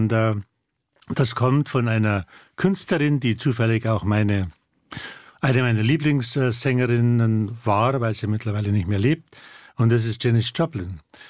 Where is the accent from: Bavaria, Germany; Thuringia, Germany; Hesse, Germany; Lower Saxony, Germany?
Bavaria, Germany; Naja, der bayerische Junge wurde geboren als … dann im, wie so im bayerischen, auch gerade